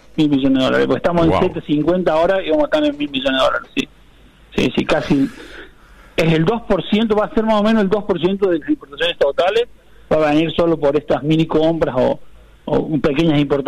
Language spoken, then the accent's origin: Spanish; Oncativo, Córdoba, Argentina; Sí, sí, me crié en Oncativo, donde son los mejores salames, que no te convenzan de que son de la ciudad del lado donde está tu amigo ahí, Guillermo.